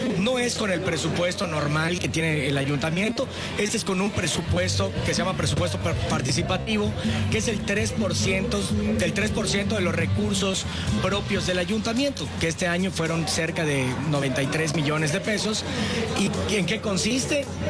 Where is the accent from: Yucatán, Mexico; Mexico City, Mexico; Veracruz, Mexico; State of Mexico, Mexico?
Yucatán, Mexico; Mérida; born there; somos yucatecos y meridanos de nacimiento.